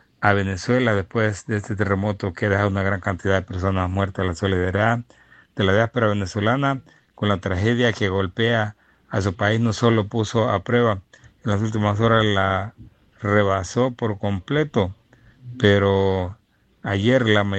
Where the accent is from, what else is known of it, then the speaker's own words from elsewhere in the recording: Honduras; now in United States; nosotros como hondureños acá en Estados Unidos y allá en Honduras.